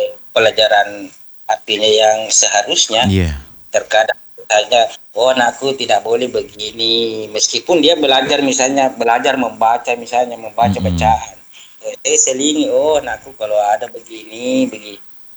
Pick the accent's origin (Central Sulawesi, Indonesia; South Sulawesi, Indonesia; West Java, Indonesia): South Sulawesi, Indonesia; sebagai orang Bugis